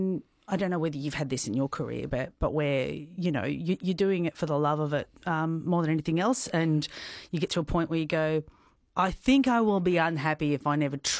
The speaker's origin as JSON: {"language": "English", "town": "Wagga Wagga", "region": "New South Wales", "country": "Australia", "tie": "born there", "lives_now": "Melbourne, Australia", "said": "I was born in Wagga."}